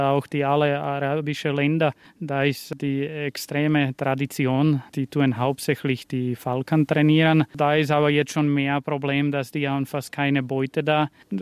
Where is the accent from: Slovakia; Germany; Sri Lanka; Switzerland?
Slovakia; now in Austria; Genau, ich habe mit 14 Jahren angefangen mit den Greifvogelarbeiten. Bei uns in der Slowakei, das ist wahrscheinlich d